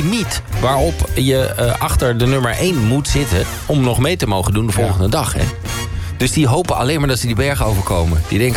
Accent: Netherlands

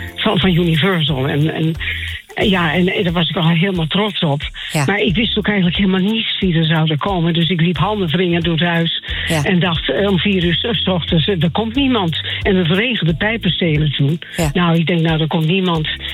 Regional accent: Groningen, Netherlands; now in Blaricum, Netherlands; Ik heb een fantastische buurt waar ik woon in Blaricum. Ik heb een goede band met de Groningers waar ik vandaan kom.

